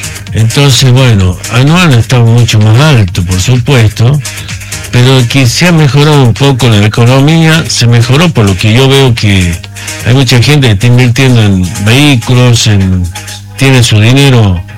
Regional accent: Argentina

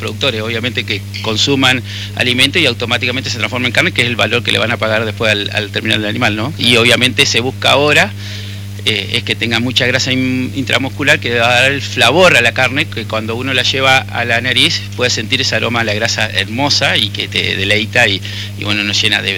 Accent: Viale, Entre Ríos, Argentina; En Viale está el Tommy Chancalay, que jugó, es de mi pueblo.

